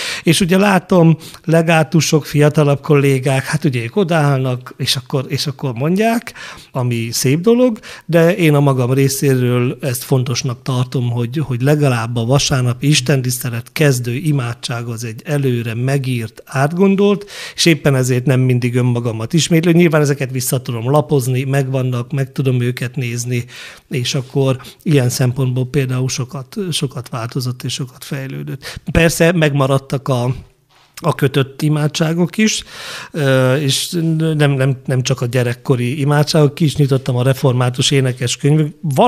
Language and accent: Hungarian; Nagyhalász, Szabolcs-Szatmár-Bereg, Hungary; born or raised there